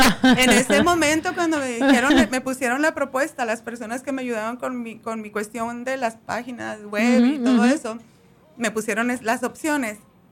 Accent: Mexico; moved away as an adult; also born or lived in United States; now in Puerto Rico

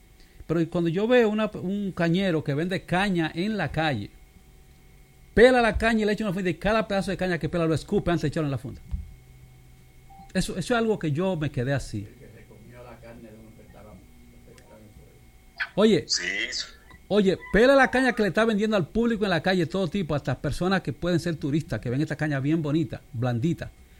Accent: Dominican Republic; nosotros como dominicanos

